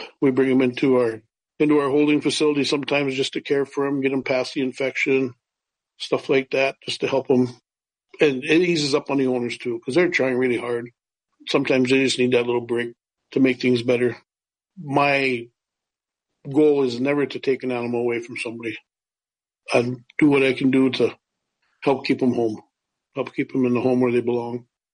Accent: Bena, United States; we grew up living in Bena behind the big fish there

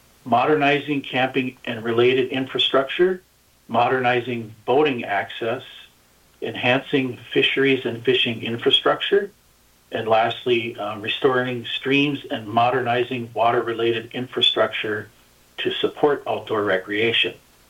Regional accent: Minnesota, United States; Hi all my relatives … I am of the Bear Clan and I am from the Grand Portage Band of Lake Superior Chippewa

